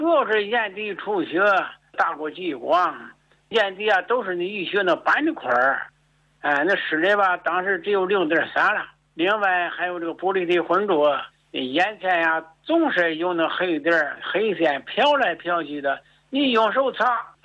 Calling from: Handan, Hebei, China; 我是河北省邯郸市那丛台校区的啊。

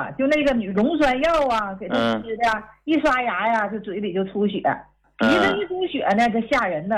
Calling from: Shenyang, Liaoning, China; 哎，我家是沈阳的。

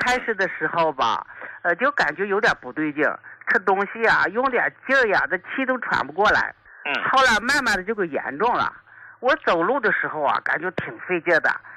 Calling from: Shanxi, China; 我是山西的一名听众。

